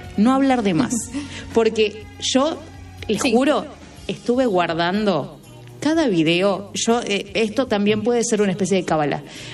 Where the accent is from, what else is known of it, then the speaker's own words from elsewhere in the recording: Argentina; Lo que soñamos los argentinos